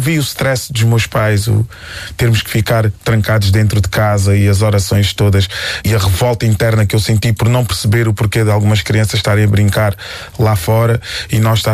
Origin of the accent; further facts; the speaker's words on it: Quarteira, Algarve, Portugal; moved away as an adult; now in Lisbon, Portugal; Já disse, não, eu sou de Quarteira.